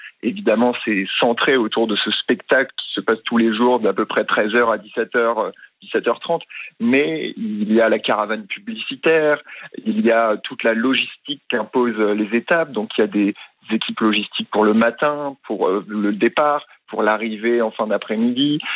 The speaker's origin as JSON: {"language": "French", "town": "Valenciennes", "region": "Hauts-de-France", "country": "France", "tie": "born or raised there", "said": "dans le nord de la France, j'ai grandi moi-même à Valenciennes"}